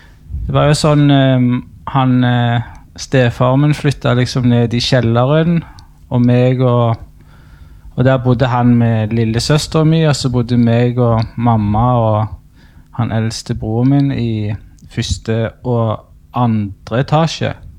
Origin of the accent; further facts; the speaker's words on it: Sandnes, Rogaland, Norway; Ja, ja, det er jo, når jeg kom, jeg er jo fra Sandnes, og jeg ble vel født inn i det.